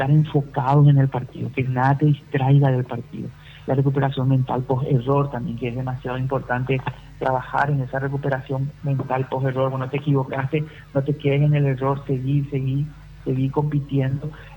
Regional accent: Paraguay

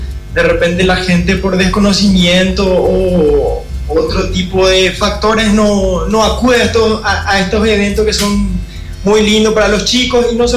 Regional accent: Luque, Central, Paraguay; Soy luqueño, vivo en Luque desde siempre.

